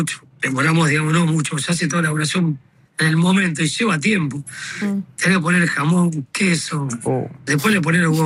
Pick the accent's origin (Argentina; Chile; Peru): Argentina; somos argentinos, la cultura, bueno, ya está, ¿qué vas a hacer?